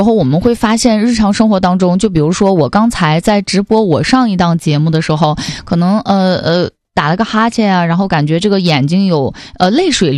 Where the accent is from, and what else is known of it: Northeast China, China; accent: Northeastern dialect